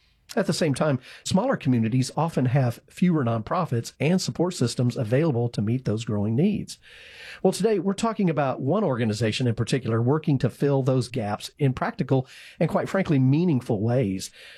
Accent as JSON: {"language": "English", "town": "San Antonio", "region": "Texas", "country": "United States", "tie": "born or raised there", "said": "Wow. Well, I grew up in San Antonio, and that's new information."}